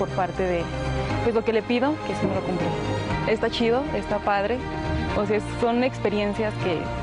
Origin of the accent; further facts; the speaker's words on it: Pabellón de Hidalgo, Aguascalientes, Mexico; soy de Pabellón de Hidalgo, Rincón de Ramos, Aguascalientes.